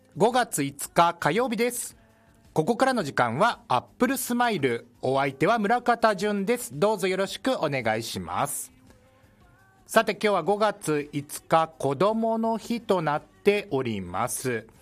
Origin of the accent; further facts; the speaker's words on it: Biei, Hokkaido, Japan; 僕は北海道の美瑛町というところの出身なんですが、じいちゃんばあちゃんのうちで育ちまして、